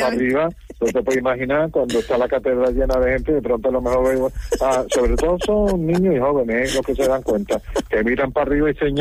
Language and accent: Spanish; Málaga, Andalusia, Spain; Y yo soy malagueño, a mí me ha tocado la lotería.